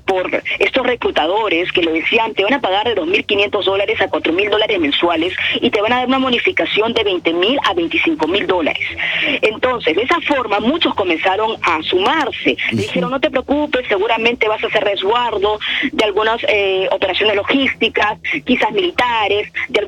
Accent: Peru; qué nos interesa a nosotros como peruanos.

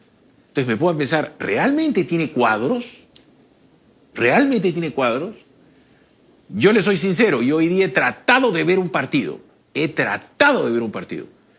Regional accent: Trujillo, La Libertad, Peru; yo soy trujillano

